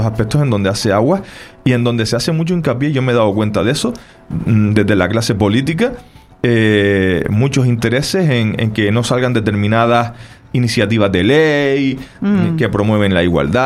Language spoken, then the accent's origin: Spanish; Canary Islands, Spain; O como decimos en Canarias